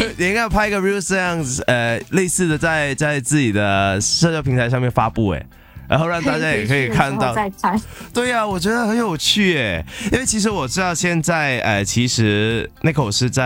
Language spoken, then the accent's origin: Cantonese; Hong Kong; 就好像我们香港人跟广州人，大家都是说广东话，可是有时候我就是听不懂。